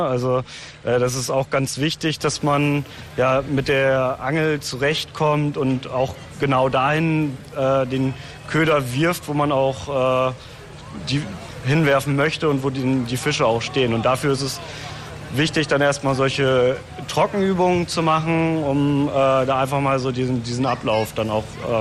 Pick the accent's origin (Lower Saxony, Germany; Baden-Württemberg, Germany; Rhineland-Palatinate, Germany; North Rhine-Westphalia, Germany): Lower Saxony, Germany; Göttingen; ich komme jetzt aus Göttingen.